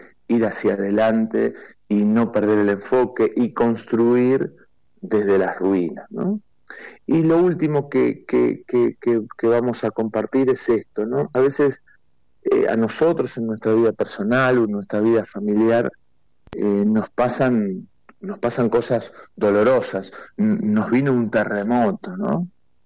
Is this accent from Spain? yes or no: no; Argentina; Nosotros como sociedad argentina somos realmente muy, muy resilientes.